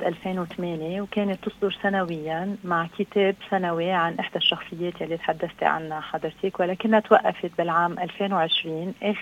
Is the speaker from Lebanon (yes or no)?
yes; Lebanon